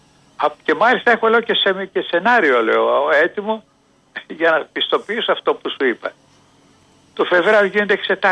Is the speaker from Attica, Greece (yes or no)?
yes; Athens, Attica, Greece; εγώ είμαι Αθηναίος και μένω στην Αθήνα